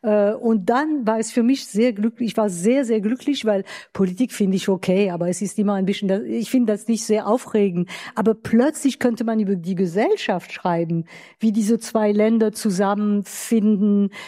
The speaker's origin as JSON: {"language": "German", "country": "France", "second_language": "German", "moved": "yes", "said": "ich war nicht Wessi. Ja, ich war Französin"}